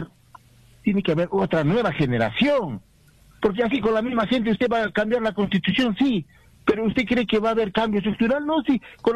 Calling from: Juliaca, Puno, Peru; de Juliaca

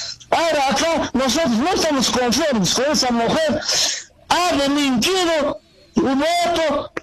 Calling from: Peru; estoy llamándome desde la provincia de Moco

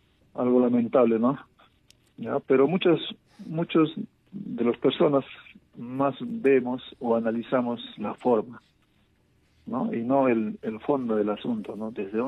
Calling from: Juliaca, Puno, Peru; de Juliaca.

